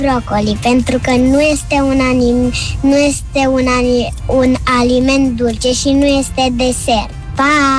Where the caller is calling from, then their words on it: Brașov, Brașov County, Romania; din Brașov, am 5 ani